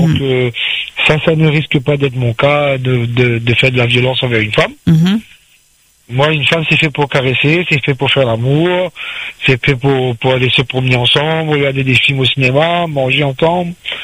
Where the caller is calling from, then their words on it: Réunion; moi je suis de l'Est. Je suis entre Sainte-Rose et Saint-Benoît.